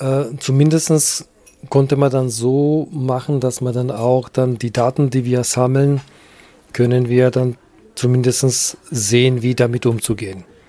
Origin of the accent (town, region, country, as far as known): North Macedonia; born or raised there; now in Germany